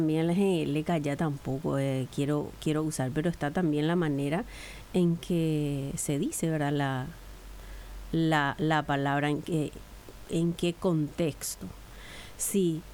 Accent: Paraguay; porque este es un programa donde conocemos, donde compartimos lo que es nuestra manera de vivir de como paraguayos.

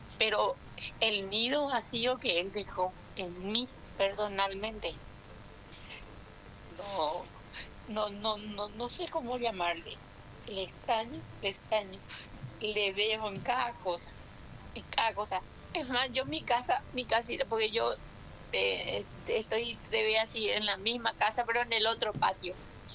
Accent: Paraguay

